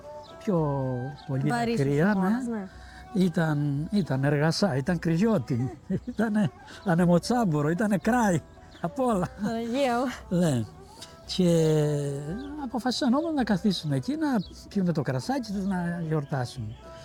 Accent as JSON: {"language": "Greek", "region": "Crete", "country": "Greece", "said": "όπως αγαπώ εγώ το χωριό μου, φαντάζομαι ότι και ο κάθε κριτικός αγαπά το δικό του το χωριό και κατ' επέκταση μετά πρέπει να αγαπάμε και ολόκληρη την Κρήτη."}